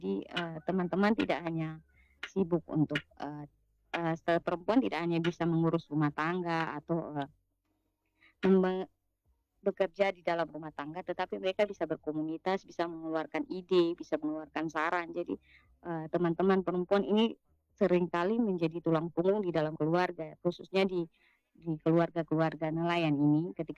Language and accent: Indonesian; Kupang, East Nusa Tenggara, Indonesia; biasa kita orang Kupang bilang kiri-kiri